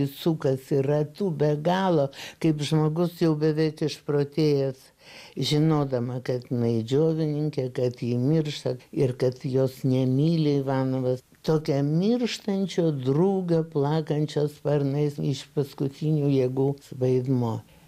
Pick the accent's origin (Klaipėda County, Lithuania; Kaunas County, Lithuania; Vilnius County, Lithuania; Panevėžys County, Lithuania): Kaunas County, Lithuania; Kaunas; Gyvendama Kaune, kuris ypač sovietmečių, dar buvo toks, nu, atsiprašau savo gimtojo miesto, provincialokas.